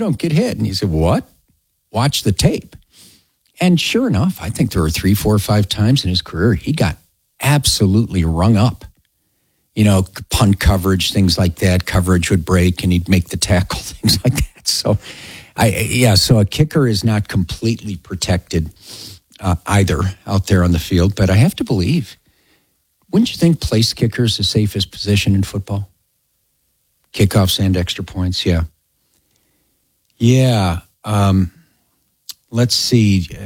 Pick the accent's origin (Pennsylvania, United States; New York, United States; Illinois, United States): Illinois, United States; Chicago; Go Bears. I'm from Chicago, but respect Favre.